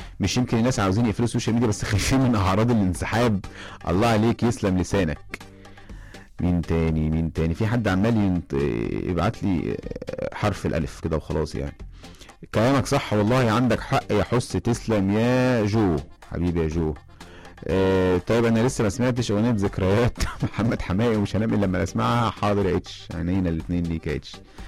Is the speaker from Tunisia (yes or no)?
no; Shebin El Kom, Monufia Governorate, Egypt; انا يا باشا مش في منطقة شعبية، بس انا بقولك انا جاي من المنوفية، جاي من شبين الكوم المنوفية يعني، مش جاي من جاردن سيتي ولا المعادي